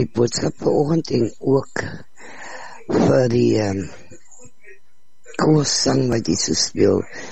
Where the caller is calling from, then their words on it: Heidelberg, Western Cape, South Africa; van Heidelberg.